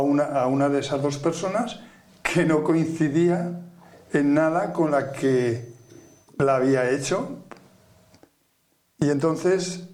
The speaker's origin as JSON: {"language": "Spanish", "region": "Aragon", "country": "Spain", "said": "yo recuerdo a uno de la provincia de Huesca, de donde soy yo"}